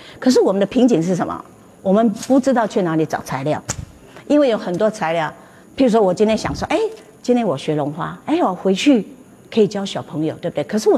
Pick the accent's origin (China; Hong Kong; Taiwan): Taiwan; moved away as an adult; now in San Francisco Bay Area, United States; 我出生在台湾，长在台湾，因为婚姻的关系，我住了35年在美国哈。